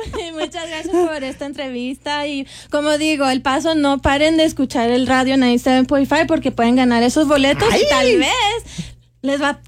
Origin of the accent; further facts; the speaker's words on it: California, United States; now in El Paso, United States; pues yo soy de California. Entonces, ajá, dije, ¡California! Nunca se me olvidó que soy de aquí.